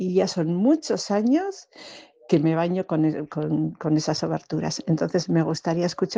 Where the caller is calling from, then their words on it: Eibar, Basque Country, Spain; llamo desde Eibar, Guipúzcoa.